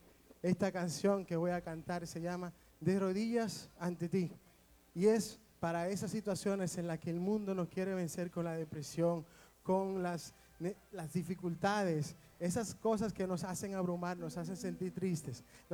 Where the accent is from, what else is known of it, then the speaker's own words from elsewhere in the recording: Dominican Republic; representando a mi tierra, la República Dominicana, la tierra del merengue